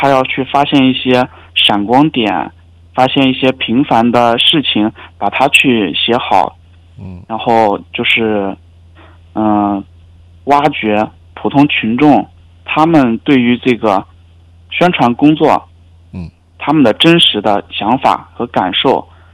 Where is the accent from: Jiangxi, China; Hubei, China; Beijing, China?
Jiangxi, China; Yingtan; now in Alashankou, China; 一个山水很多的一个江南水乡，像大家比较熟悉的一个景点，龙虎山就是那里的。然后，那边气候比较温和。我们新疆这边就会比较干，然后生活节奏也是相对较慢的，非常舒缓。大家有空也可以去我的家乡去玩一玩。